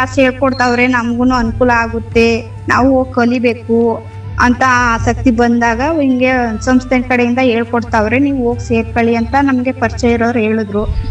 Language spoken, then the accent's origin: Kannada; Ajjanahalli, Karnataka, India; ನಾವು ಹುಣಸೂರು ತಾಲೂಕು ಮೈಸೂರು ಜಿಲ್ಲೆ ಅಜ್ಜನಹಳ್ಳಿ ಅಂತ.